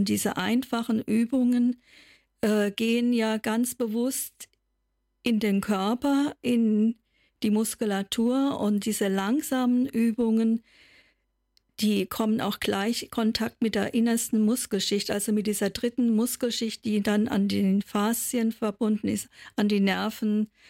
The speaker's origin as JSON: {"language": "German", "region": "Baden-Württemberg", "country": "Germany", "accent": "southern German", "said": "ich komme aus Süddeutschland, wie man das wohl hört von der Sprachmelodie. Ich komme aus dem Rhein-Neckar-Kreis."}